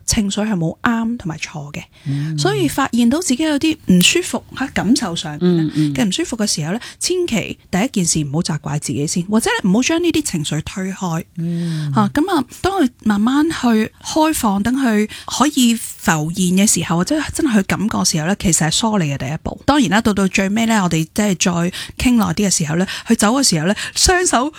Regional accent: China; 我哋中国人就讲，咁都系一个好大嘅福气啊，一个 blessing。

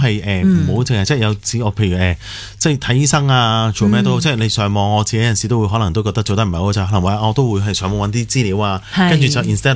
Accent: Hong Kong

